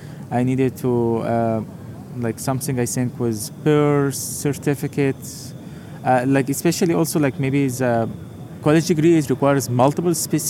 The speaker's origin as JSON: {"language": "English", "country": "Egypt", "moved": "as an adult", "lives_now": "Berlin, Germany", "said": "I came from Egypt, came alone at that time."}